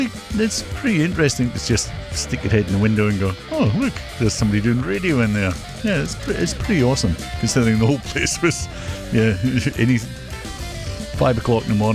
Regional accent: Scotland, United Kingdom; now in Melbourne, Australia; I am Scottish.

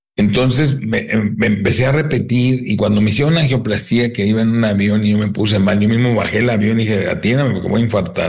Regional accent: Tijuana, Baja California, Mexico; also born or lived in San Diego, United States; Tijuana, San Diego, siempre viví de chico, ¿no?

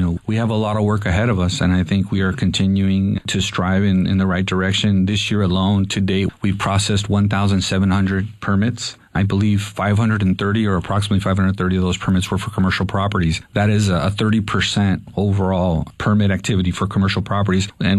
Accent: Los Angeles, California, United States; growing up in the Pico Union area

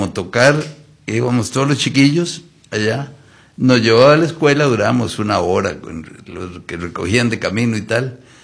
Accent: Cartago, Costa Rica; born there; Mire, yo nací en Cartago, y me sigo definiendo como Cartago

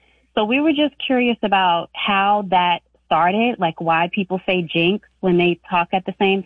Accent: New York, United States; And I grew up in Long Island, so.

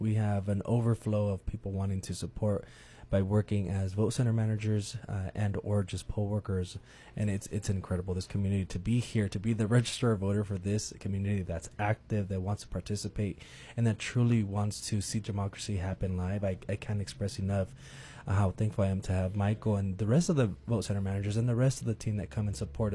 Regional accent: Mexico; moved away; So I'm Mexican. Okay. Mexican, yeah. Mexican and Spanish, if you will

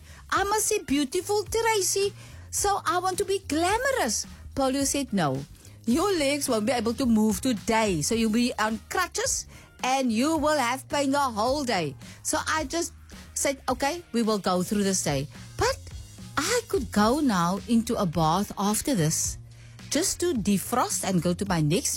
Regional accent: Wellington, New Zealand; born there; And when I was born in Wellington, 21, Versailles

